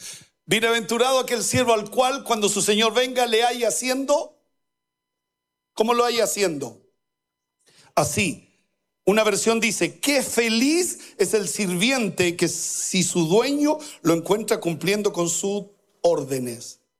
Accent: Chile; A otro hueso, a otro perro conoce hueso. Así somos los chilenos. Nosotros no desconfiados.

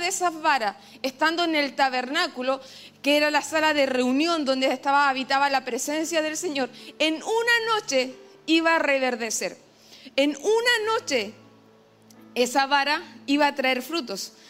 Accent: Concepción, Biobío, Chile; moved away as an adult; now in Los Ángeles, Chile; en Los Ángeles, este año cumplimos 9 años nosotros como pastora allá en la iglesia, pero soy penquista. Soy de acá, de Concepción. Nos enviaron hace 9 años a la ciudad de Los Ángeles desde acá. Esta es nuestra casa.

